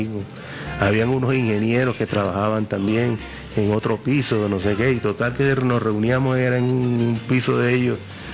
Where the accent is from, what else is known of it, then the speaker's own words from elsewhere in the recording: El Guamo, Bolívar, Colombia; moved away; del Guamo, de mi tierra.